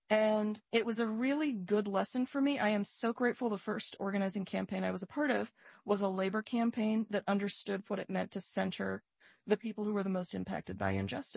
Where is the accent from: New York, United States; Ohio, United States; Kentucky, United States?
Ohio, United States; Akron; I grew up in Akron, Ohio. So we immigrated to this country when I was a toddler in the late 1970s